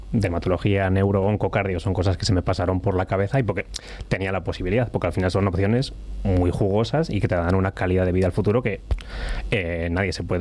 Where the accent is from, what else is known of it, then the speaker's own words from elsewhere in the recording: Limpias, Cantabria, Spain; moved away; Soy de Limpias